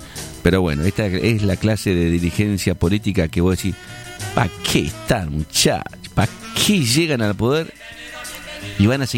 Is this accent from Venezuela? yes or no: no; Argentina